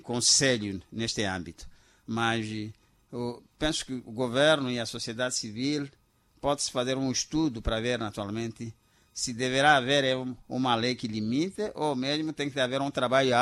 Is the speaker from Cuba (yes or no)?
no; Mozambique; da nossa união como moçambicanos